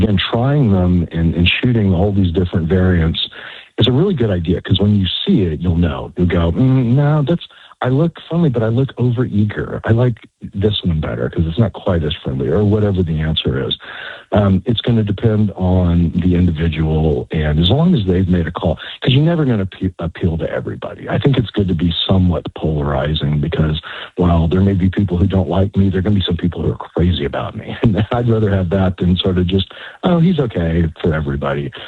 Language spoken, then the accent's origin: English; Texas, United States; I'm from Texas. I feel like our people are kind of similar, pretty friendly.